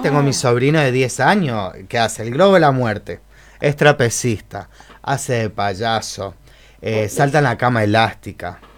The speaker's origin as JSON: {"language": "Spanish", "region": "Mendoza", "country": "Argentina", "tie": "born there", "moved": "as an adult", "said": "tengo 33, cumplí en febrero. Me quedan 2 años. Y sí, yo soy nacido en Mendoza, tengo mi familia viviendo en Godoy Cruz."}